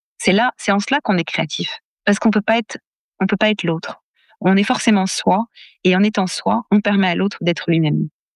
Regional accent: France

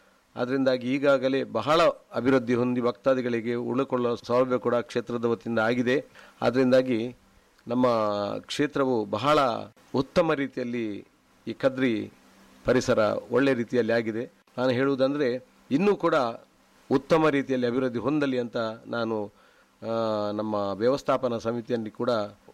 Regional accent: Mangaluru, Karnataka, India; ನಮ್ಮ ಊರಿನಲ್ಲಿ ನಾವೊಂದು ಇಲ್ಲಿ ಹುಟ್ಟಿದ್ದಕ್ಕೆ ಸಾರ್ಥಕ ಅಂತ ಹೇಳ ಬಯಸ್ತೇನೆ.

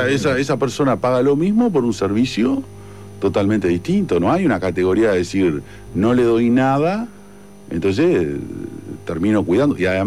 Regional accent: Uruguay; somos tan uruguayos

